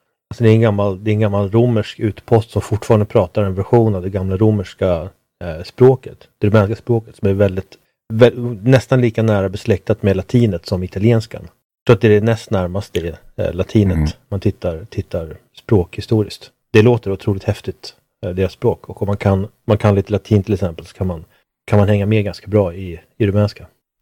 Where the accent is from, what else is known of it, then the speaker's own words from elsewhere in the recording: Sweden; som svensk